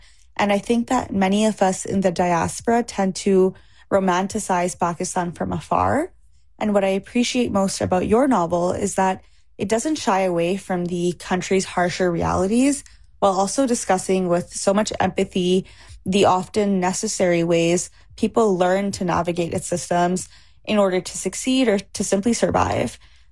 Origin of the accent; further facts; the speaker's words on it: Canada; born there; I'm calling from Canada, and I run the Instagram page